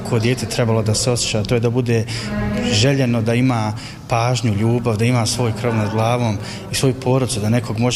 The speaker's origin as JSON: {"language": "Bosnian", "region": "Federation of Bosnia and Herzegovina", "country": "Bosnia & Herzegovina", "tie": "born there", "said": "upravo iz razloga jer sam ja rođen u jednom malom selu kod Gornjeg Vakufa u podnožju planine Vranice i rođen sam u Ikavici"}